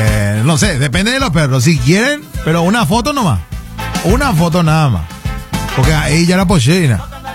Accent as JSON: {"language": "Spanish", "region": "Asunción", "country": "Paraguay", "tie": "born there", "said": "Yo soy asunceno. O sea, asunceno es algo que yo nací en barrio San Pablo. En barrio San Pablo yo nací"}